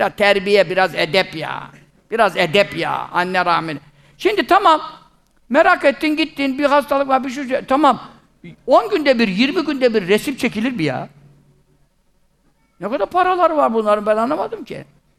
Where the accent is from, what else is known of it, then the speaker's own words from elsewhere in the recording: Black Sea Region, Turkey; Bizim millet, bizim Karadeniz milleti çok erkek çocuk düşkünü, çok tehlikeli bir hastalık.